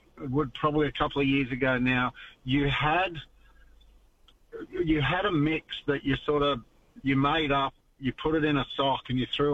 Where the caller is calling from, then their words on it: Mackay, Queensland, Australia; I'm in a Queenslander in Mackay